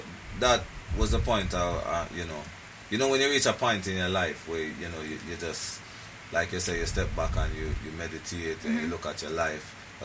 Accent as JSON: {"language": "English", "country": "Jamaica", "tie": "born or raised there", "said": "Our growing up in the Caribbean, in Jamaica"}